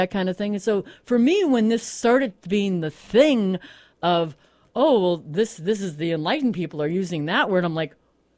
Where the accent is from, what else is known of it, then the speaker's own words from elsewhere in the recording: Illinois, United States; born there; also born or lived in San Diego, California; now in Vermont, United States; I grew up in California, San Diego, and then in Illinois.